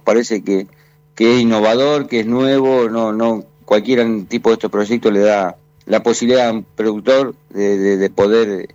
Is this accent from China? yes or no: no; Bombal, Santa Fe, Argentina; Yo soy un productor agrícola ganadero acá del sur de Santa Fe. Mi pueblo es Bombal, yo vivo en un pueblo de 3.500 habitantes, distante 95 kilómetros de Rosario.